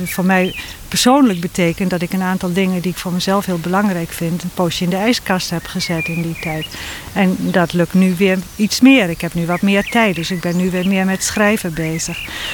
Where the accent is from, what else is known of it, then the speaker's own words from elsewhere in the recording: Drenthe, Netherlands; also born or lived in east of the Netherlands / North Brabant / Twente; Daar ben ik geboren. En met een korte onderbreking in Brabant. Eigenlijk toch vooral in Drenthe opgegroeid. Twente, Drenthe.